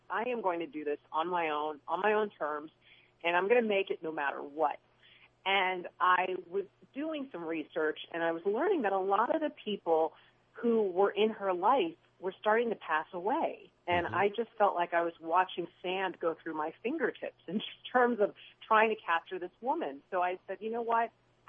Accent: Columbia, Maryland, United States; I'm originally from Columbia, Maryland, so just 40 minutes outside of Washington, D.C.

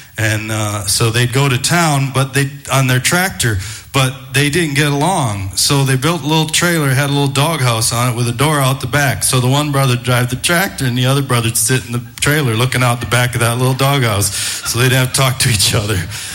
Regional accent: New Auburn, Wisconsin, United States; I grew up in New Auburn, Wisconsin, but there was an area near me called Mudbrook.

